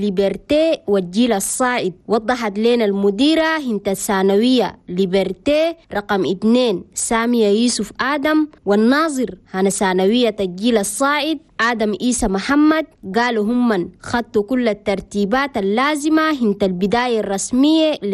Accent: Chad; بلدنا تشاد

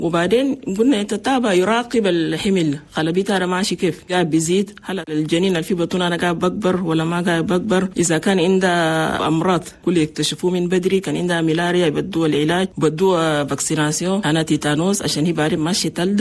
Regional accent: Chad; لأن نحن عندنا في تشاد نسبة موت عن الأمهات

